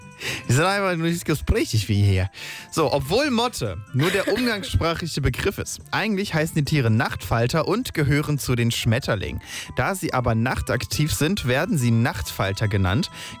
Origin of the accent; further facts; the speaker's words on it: Northern Germany, Germany; Aber bei uns im Norden, da sagen wir Viertel vier, nicht?